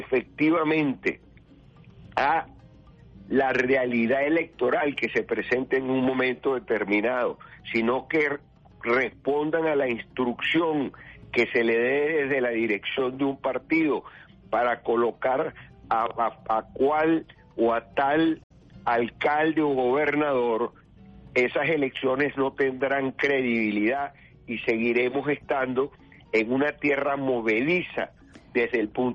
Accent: Venezuela; nosotros, siendo ciudadanos venezolanos

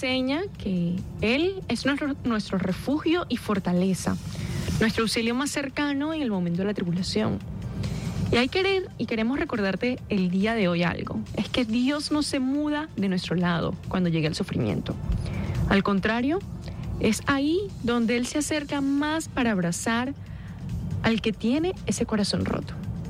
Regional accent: Venezuela; todos los venezolanos, sin importar el credo

